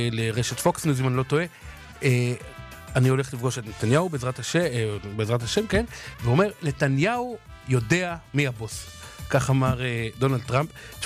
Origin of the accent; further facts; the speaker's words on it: Jerusalem, Jerusalem District, Israel; אני ירושלמי